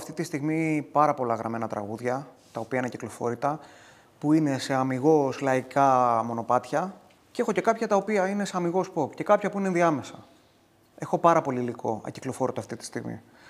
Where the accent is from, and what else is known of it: Greece